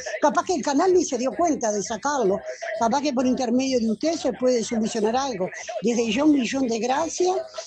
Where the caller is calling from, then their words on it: Cardal, Florida, Uruguay; de Cardal.